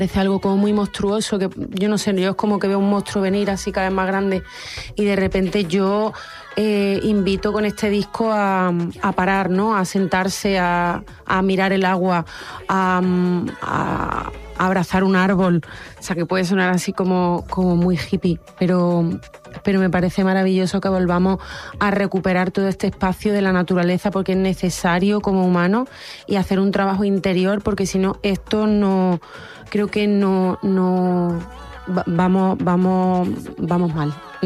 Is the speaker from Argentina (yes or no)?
no; Córdoba, Andalusia, Spain; moved away; also born or lived in Madrid; Córdoba es mi tierra de origen y para mí es una joya, es un sitio muy, muy especial, pero también amo Madrid porque he pasado casi 6 años en total de mi vida viviendo en Madrid